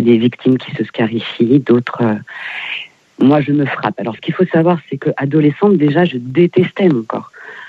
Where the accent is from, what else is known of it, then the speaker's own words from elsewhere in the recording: Évreux, Normandy, France; born there; now in Montreuil, France; Mais je suis de Normandie à la base. Je suis née à Évreux.